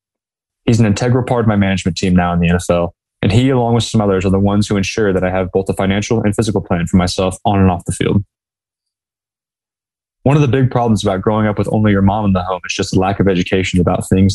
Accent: Fort Wayne, Indiana, United States; creating some JB3 summits in my hometown of Fort Wayne.

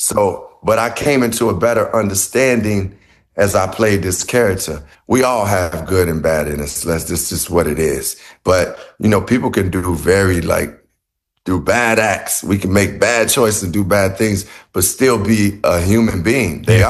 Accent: Chicago, Illinois, United States; And growing up in Chicago, you know, basketball was part of the culture where I grew up in, like, that was the dream.

